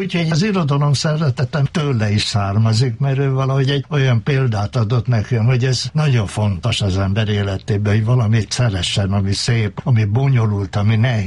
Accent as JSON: {"language": "Hungarian", "town": "Győr", "region": "Győr-Moson-Sopron", "country": "Hungary", "tie": "born or raised there", "said": "31-ben születtem, ez volt az a nagy gazdasági válság. Az apám otthon élt, később újra kapott munkát, de ettől a kapcsolatunk még szorosabbá vált, szinte barátok voltunk, mindig elkísért engem az iskolába. Gyalog mentünk Révfaluból be a város közepébe"}